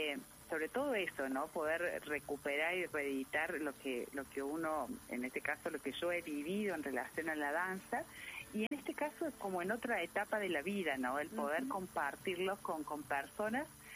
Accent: Almafuerte, Córdoba, Argentina; now in Villa Los Aromos, Argentina; Yo me formé hace muchos años cuando era niña, digamos, en una academia del pueblo, de donde soy, en Almofuerte

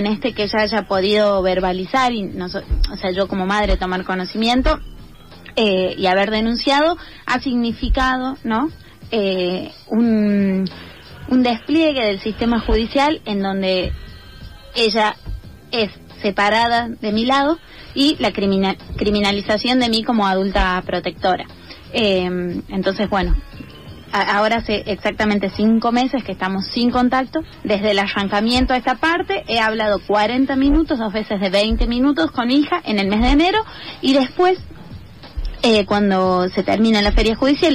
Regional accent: La Rioja, Argentina; born there; nosotras ambas nacimos en La Rioja

